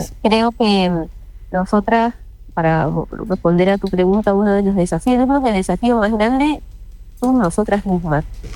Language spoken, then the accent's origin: Spanish; Corrientes, Argentina; now in Buenos Aires, Argentina